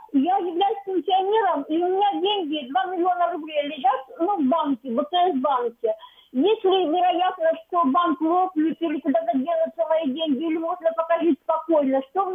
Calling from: Moscow, Russia; Здравствуйте … я из Москвы.

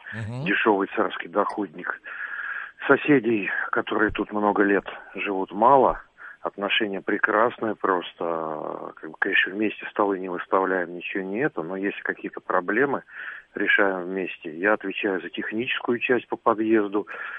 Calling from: Moscow, Russia

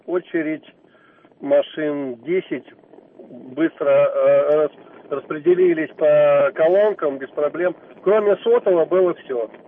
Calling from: Moscow, Russia

